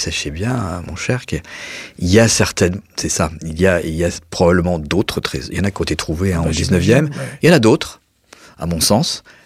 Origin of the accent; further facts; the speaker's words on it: Pays de la Loire, France; là où j'ai grandi en Vendée